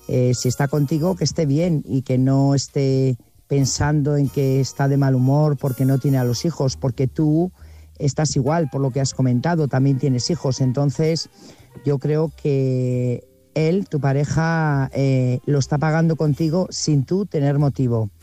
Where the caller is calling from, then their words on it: Burgos, Castile and León, Spain; Buenas noches … corresponsal de Burgos.